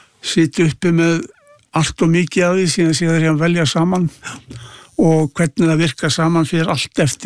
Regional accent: Kópavogur, Capital Region, Iceland; Já, en ég óls líka upp í Kópavogi og mér fannst það alveg mjög gott líka.

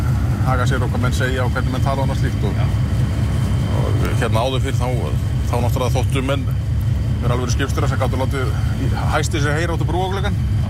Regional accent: Grindavík, Southern Peninsula, Iceland; Ég kem úr Grindavík hérna, og býð þar

